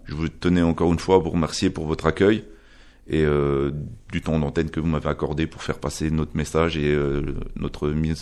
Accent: Longwy, Grand Est, France; Moi, je viens de Longwy, hein, avec mes enfants, d'Erserange, de Réan, d'un peu partout, quoi.

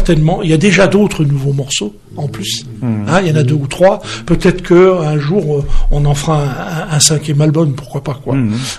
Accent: Metz, Grand Est, France; Moi, je suis plutôt de Metz, hein. Mais je suis seul aussi, ouais. De Metz.

